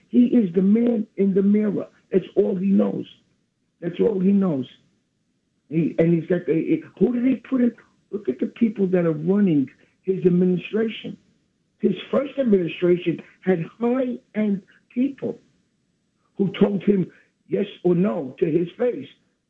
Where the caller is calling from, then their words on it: New York City, New York, United States; from Brooklyn.